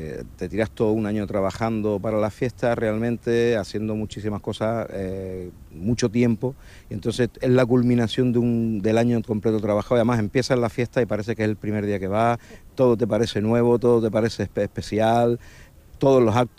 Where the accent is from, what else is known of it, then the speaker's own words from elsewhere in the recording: Málaga, Andalusia, Spain; now in Cartagena, Spain; Yo llegué de rebote porque yo no soy de aquí, yo soy de Málaga.